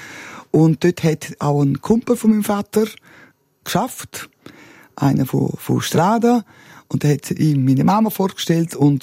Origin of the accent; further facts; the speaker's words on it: Martina, Graubünden, Switzerland; Martina war ein Grenzort. Wir sind ja im Hotel aufgewachsen, nebenzu ein Kiosk und eine Tankstelle, ein Familienbetrieb, ein klassischer Familienbetrieb.